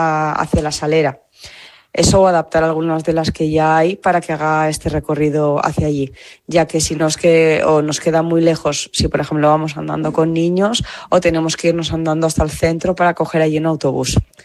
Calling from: Castellón de la Plana, Valencian Community, Spain; Soy una vecina de Castellón que vivo en la zona del Sensal

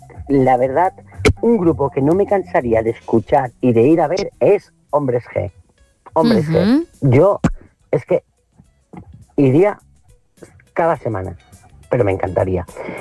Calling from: Palma de Mallorca, Balearic Islands, Spain; de Palma de Mallorca.

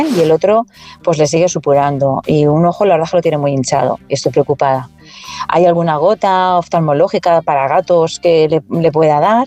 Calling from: Valencia, Valencian Community, Spain; de Valencia.

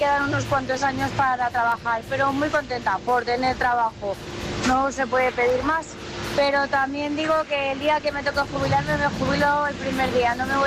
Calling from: Chiva, Valencian Community, Spain; Buenas noches … de Chiva.

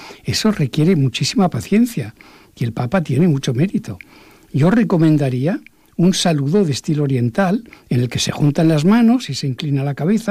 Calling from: Barcelona, Catalonia, Spain; yo soy catalán, soc de Barcelona

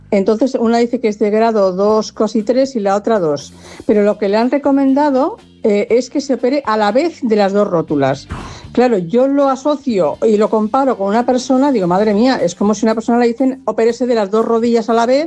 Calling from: Cornellà, Catalonia, Spain; aquí de Cornellá.

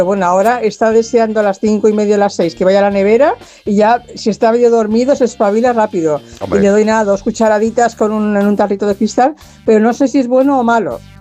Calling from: Cornellà de Llobregat, Catalonia, Spain; Buenas tardes … aquí de Cornellá.

